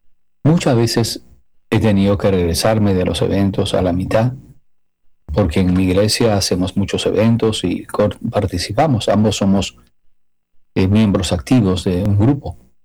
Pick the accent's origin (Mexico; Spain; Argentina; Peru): Peru; En mi país, yo soy peruano